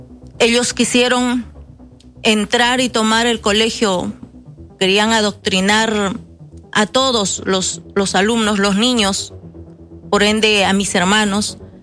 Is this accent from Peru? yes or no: yes; Peru; Yo tenía 7 años cuando sucedió esta desgracia en mi pueblo. Soraas es un pueblo muy pequeño, bastante aislado de la capital, y ya en la frontera de Apurímac y Ayacucho.